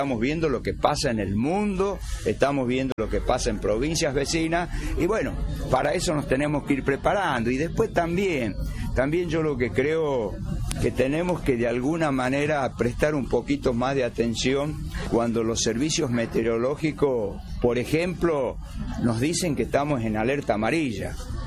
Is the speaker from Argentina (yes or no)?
yes; Tucumán, Argentina; ni como gobernador, ni como tucumano, quiero que pase.